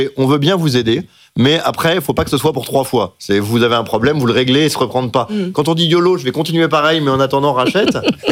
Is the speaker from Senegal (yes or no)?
no; France; Ce qui me gêne juste, c'est qu'on est français, quoi.